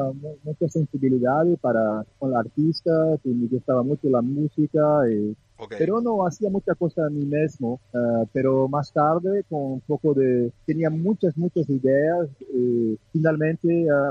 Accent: Brazil; Spanish is a second language; now in France; directamente de Francia, pero soy brasileño, sí.

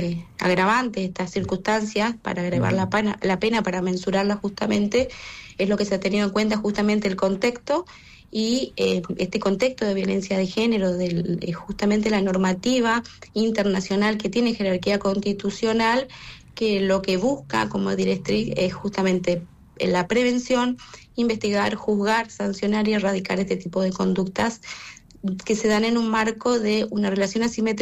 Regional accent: Corrientes, Argentina; moved away as an adult; now in Sarmiento, Argentina; para mí siempre hace un poquito de frío porque soy de Corrientes

